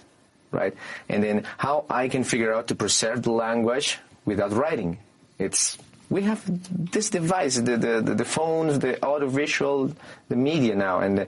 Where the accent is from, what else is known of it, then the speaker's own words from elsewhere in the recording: Cusco, Peru; first language Quechua; English is a second language; now in New York, United States; I was born in Cusco City, but I passed my first years with my mother in the countryside. She was a teacher, is retired. And so that's where I learned the Quechua